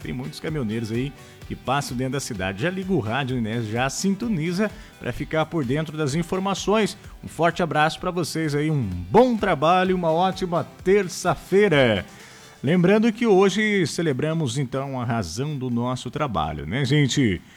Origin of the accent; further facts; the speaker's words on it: South Region, Brazil; Estamos tomando um chimarrão, toca música. Eu sou do Sul.